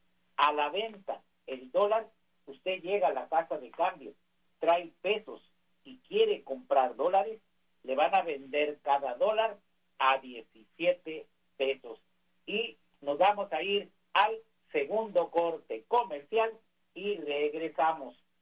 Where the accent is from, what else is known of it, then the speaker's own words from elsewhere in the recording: Mexicali, Baja California, Mexico; born there; moved away; yo nací en Mexicali, pero yo creo que me moví antes de que se creara esa colonia